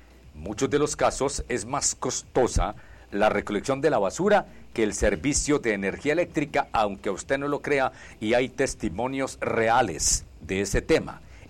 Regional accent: Puerto Gaitán, Meta, Colombia; mi pueblito bonito en Puerto Gaitán

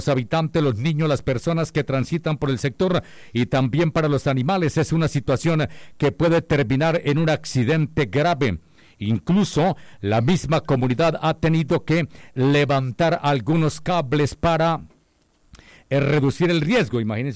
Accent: Villavicencio, Meta, Colombia; Somos ciudadanos de Villavicencio, nosotros también importamos la ruralidad. Hace parte de Villavicencio y también merece tener seguridad, servicios públicos y atención.

